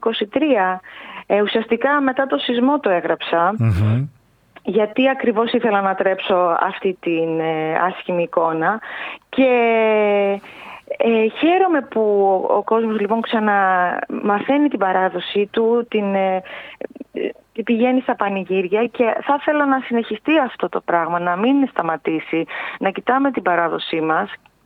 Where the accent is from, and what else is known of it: Samos, North Aegean, Greece